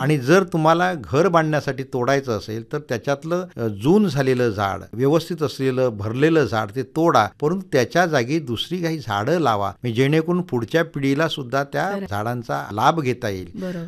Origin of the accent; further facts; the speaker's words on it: Konkan, India; आमचा कोकण हा झाडा झुडपाने असा बहरलेला, नेहमीच बहरलेला, म्हणजे अगदी पानझडी एकीकडे असेल तर दुसरीकडे सदाहरित झाडांचीही काही कमी नाही अशा प्रकारचा आमचा निसर्ग.